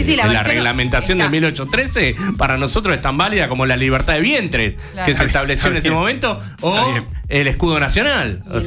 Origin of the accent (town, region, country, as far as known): Argentina